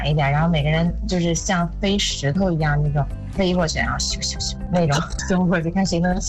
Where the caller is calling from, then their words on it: Baoding, Hebei, China; 我是保定的啊，